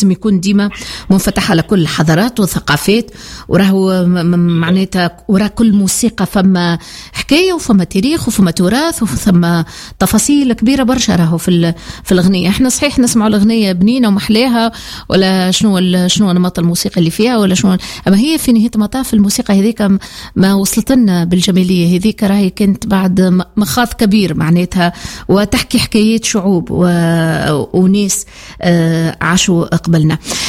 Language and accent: Arabic; Tunisia